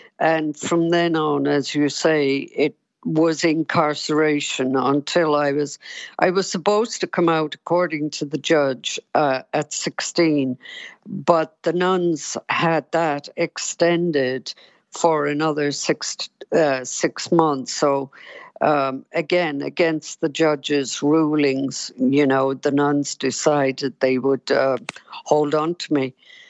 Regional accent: Cork, Munster, Ireland; I was born in 1949 in Bessborough, mother and baby institution, and I was with my mother there for 2.5 years.

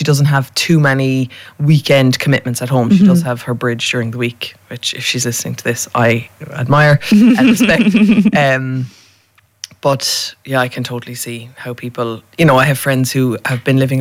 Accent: Cork, Munster, Ireland; moved away; I'm from Cork.

